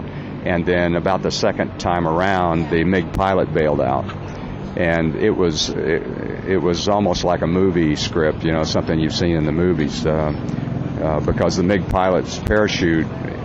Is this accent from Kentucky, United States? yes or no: yes; Bowling Green, Kentucky, United States; Bowling Green, Kentucky, my hometown